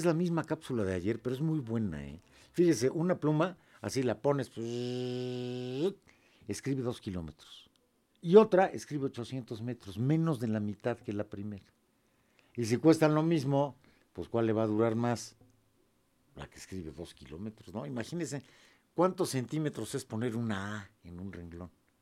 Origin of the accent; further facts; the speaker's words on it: Mexico; yo soy Pueblo de México, ¿eh? Toco en la guitarra música popular, me gusta la comida popular, y pueblo este país, y trabajo en este país, pago impuestos en este país